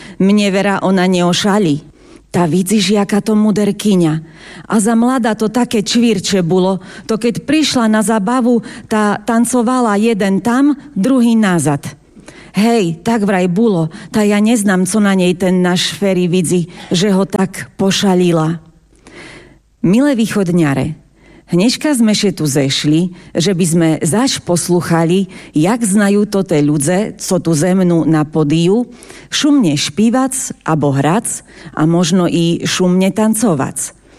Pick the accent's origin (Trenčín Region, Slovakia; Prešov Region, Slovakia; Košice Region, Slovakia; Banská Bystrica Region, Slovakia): Prešov Region, Slovakia; accent: Šariš dialect; first language Šariš dialect